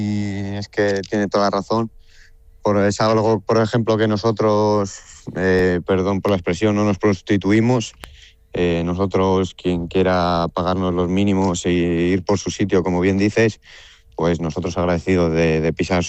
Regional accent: Salamanca, Castile and León, Spain

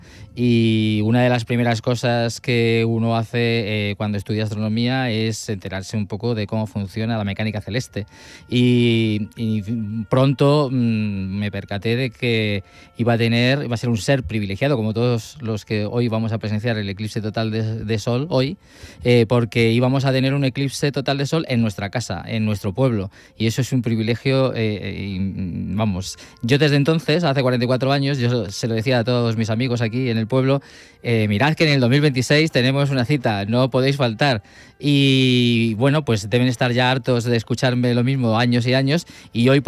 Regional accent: Turmiel, Castilla-La Mancha, Spain; born there; moved away; estoy esperando el mío, el de mi pueblo.

